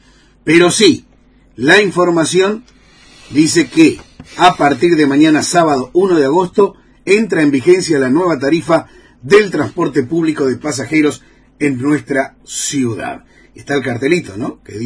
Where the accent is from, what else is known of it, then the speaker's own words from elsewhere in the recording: Paso de los Libres, Corrientes, Argentina; para nosotros, para los libreños.